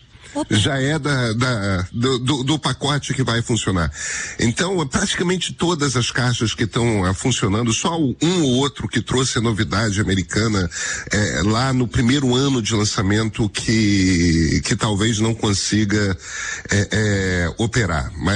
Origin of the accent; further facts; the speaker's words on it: Rio de Janeiro, Brazil; Eu sou carioca, gente. Não, a gente não nasceu pra isso.